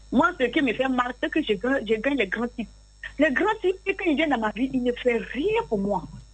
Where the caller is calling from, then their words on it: Bobo-Dioulasso, Hauts-Bassins, Burkina Faso; Je suis à Bobo.